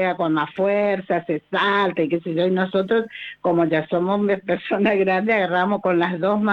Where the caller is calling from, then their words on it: Tortuguitas, Buenos Aires Province, Argentina; Soy de Tortuguitas.